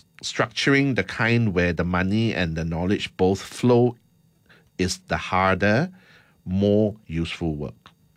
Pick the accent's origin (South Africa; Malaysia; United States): Malaysia